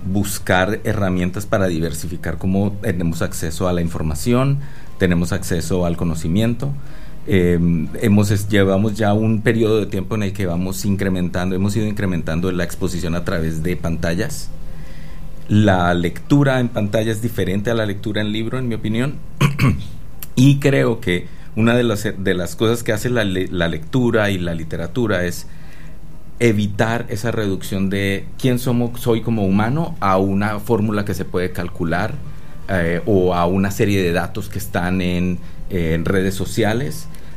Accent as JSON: {"language": "Spanish", "town": "Barrancabermeja", "region": "Santander", "country": "Colombia", "tie": "born or raised there", "said": "¿a dónde voy a ir si no voy a ir a Barranca, que es mi ciudad de origen? Y detrás de las cosas que escribo, siempre hay mucho de mis experiencias de Barranca"}